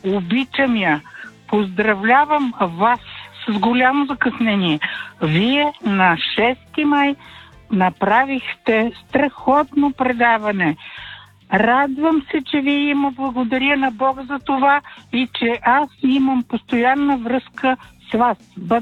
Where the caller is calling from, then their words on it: Sofia, Sofia City, Bulgaria; Здравейте … от София.